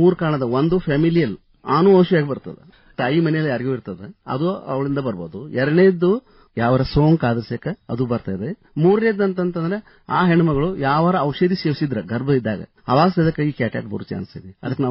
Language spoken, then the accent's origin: Kannada; Dharwad, Karnataka, India; ನಾನು ಮುಖ್ಯವಾಗಿ ಧಾರವಾಡದವನು.